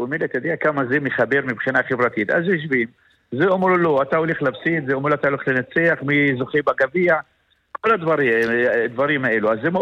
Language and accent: Hebrew; Italy; למען האמת, אני מאוד מאוכזב, כי אני איטלקי, וצר לי שנבחרת איטליה, לא במונדיאל.